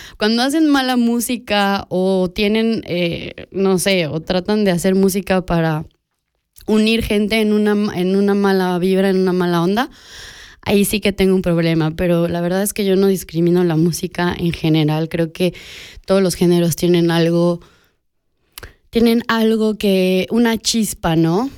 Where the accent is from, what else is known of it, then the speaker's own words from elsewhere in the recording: Mexico; esta melancolía que tenemos como latinoamericanos y mexicanos con esta música del rock banquetera, callejera, que nos traslada a no solo a nuestras casas, a nuestra tierra